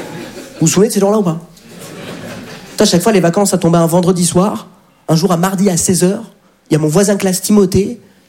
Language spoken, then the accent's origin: French; France; Je dis, mais papa, mais on est de France.